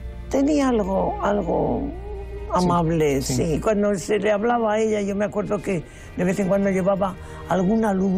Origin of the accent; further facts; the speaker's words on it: Basque Country, Spain; Yo como vasca